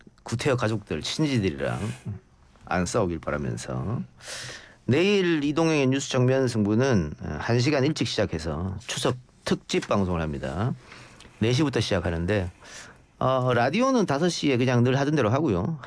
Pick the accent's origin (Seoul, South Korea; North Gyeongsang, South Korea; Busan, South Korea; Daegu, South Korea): North Gyeongsang, South Korea; Andong; moved away; 제가 이제 시골이 안동인데